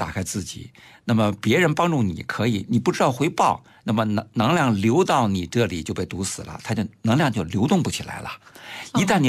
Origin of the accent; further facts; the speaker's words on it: China; 我们中国人说的风水